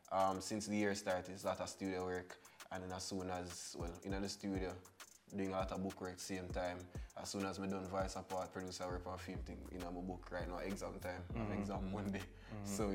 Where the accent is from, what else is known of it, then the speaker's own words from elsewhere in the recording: Montego Bay, Saint James, Jamaica; So I'm from St. James, Mobe to be exact, you know, Granville, we go Granville every time.